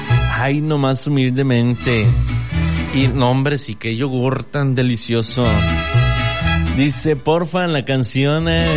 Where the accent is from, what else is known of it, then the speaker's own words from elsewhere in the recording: Mexico; esos temas musicales que nos representan como buenos mexicanos